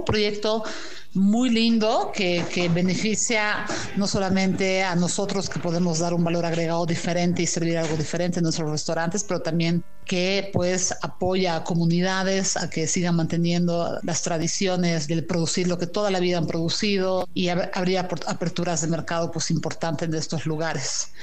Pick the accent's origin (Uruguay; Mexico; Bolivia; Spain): Bolivia; Andean highlands; yo soy andina también, de la parte de las alturas